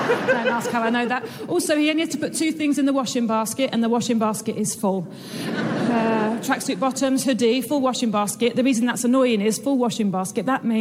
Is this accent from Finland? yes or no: no; England, United Kingdom; Thank you so much. I'm here from England.